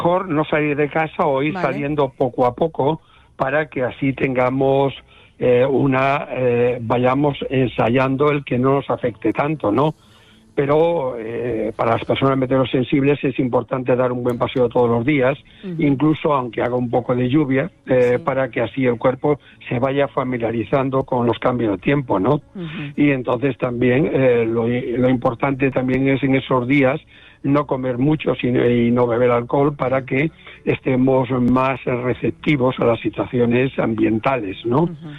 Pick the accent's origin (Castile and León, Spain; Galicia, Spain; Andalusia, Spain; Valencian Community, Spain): Galicia, Spain; Como buen gallego voy allí.